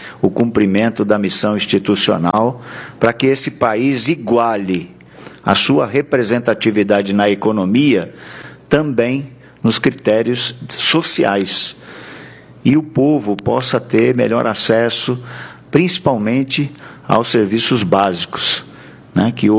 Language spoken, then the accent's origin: Portuguese; Osasco, São Paulo, Brazil; em Osasco, onde eu nasci, cresci e moro até hoje.